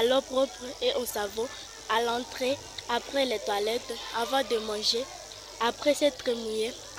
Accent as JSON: {"language": "French", "country": "DR Congo", "said": "chez nous en RDC"}